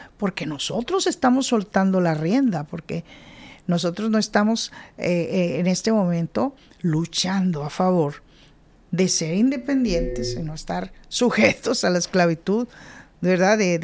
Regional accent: Mexico; born there; yo nací en México.

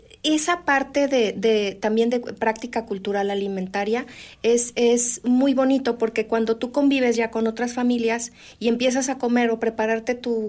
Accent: Durango, Mexico; moved away as an adult; now in Guadalajara, Mexico; Yo soy duranguense, soy del norte, pero tengo ya más de 20 años viviendo aquí, entre Guadalajara y Ciudad Guzmán.

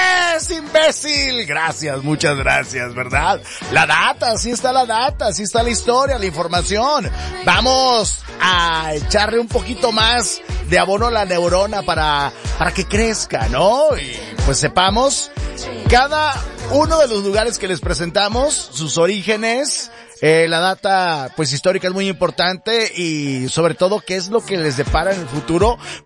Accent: Mexico; Eso nos identifica muchísimo como, pues, mexicanos. Y aquí en el occidente

